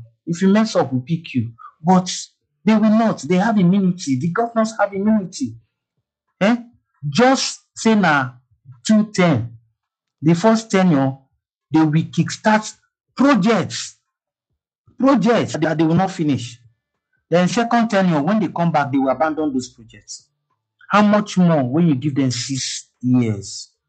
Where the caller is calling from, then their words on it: Abuja, Federal Capital Territory, Nigeria; I'm calling from Abuja.